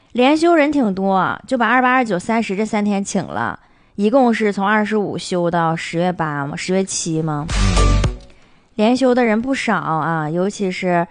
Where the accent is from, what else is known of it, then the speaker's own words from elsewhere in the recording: Northeast China, China; 但是你说咱北方人，咱们就是东北人，